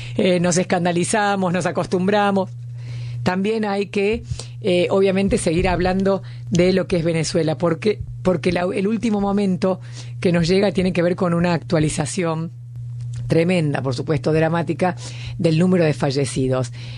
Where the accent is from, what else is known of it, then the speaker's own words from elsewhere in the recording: Argentina; nosotros como República Argentina